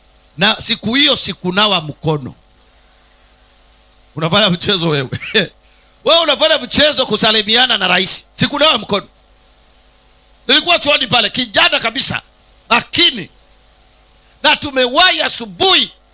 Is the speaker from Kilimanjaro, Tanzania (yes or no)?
yes; Kilimanjaro, Tanzania; Mimi natokea Kilimanjaro.